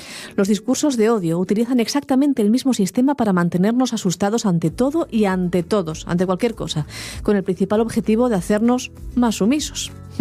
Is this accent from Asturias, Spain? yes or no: yes; Asturias, Spain; accent: Asturian; un melandru que es como en asturiano llamamos al tejón